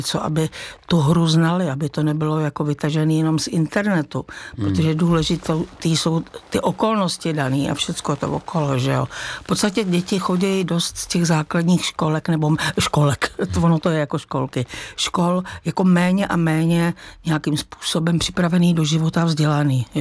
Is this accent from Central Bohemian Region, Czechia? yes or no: yes; Rakovník, Central Bohemian Region, Czechia; born or raised there